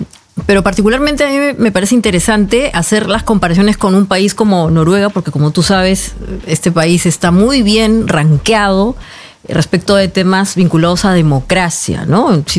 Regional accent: Peru; ¿por qué pasan cosas tan raras en mi país, en el Perú?

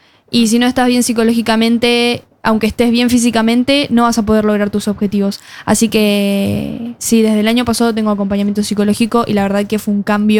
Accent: Luján, Buenos Aires Province, Argentina; es de mi pueblo, es de Luján

